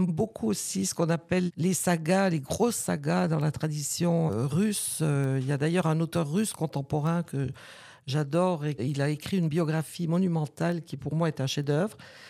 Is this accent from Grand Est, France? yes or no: yes; La Bresse, Grand Est, France; moved away as an adult; also born or lived in Nancy / United States / Paris; Je suis née à la Bresse. J'ai grandi à la Bresse. Je suis partie de la Bresse comme beaucoup de jeunes à mon époque, dans les années 70, pour faire mes études. À Nancy d'abord, des études en communication.